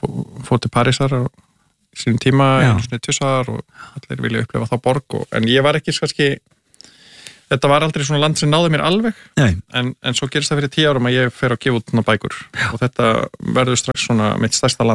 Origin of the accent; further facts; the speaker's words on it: Kópavogur, Capital Region, Iceland; also born or lived in Grafarvogur; Nei, og ég ólst fyrst upp í Kópavogi.